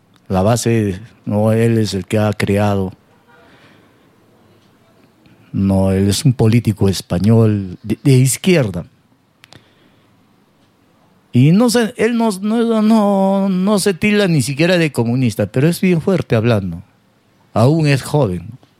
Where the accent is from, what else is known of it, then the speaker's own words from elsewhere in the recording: Peru; así somos nosotros los peruanos.